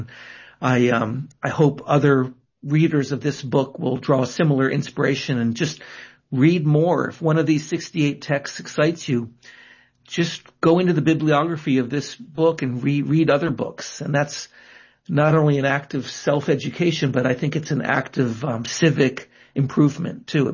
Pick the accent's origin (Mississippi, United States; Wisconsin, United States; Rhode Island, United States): Rhode Island, United States; I grew up in Rhode Island, where I am now. I went to a Quaker high school, and then I went to Harvard undergrad and grad school